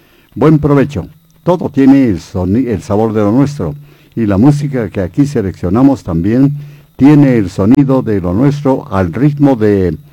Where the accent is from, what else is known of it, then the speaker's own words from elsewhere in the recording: Guatemala; Somos guatemaltecos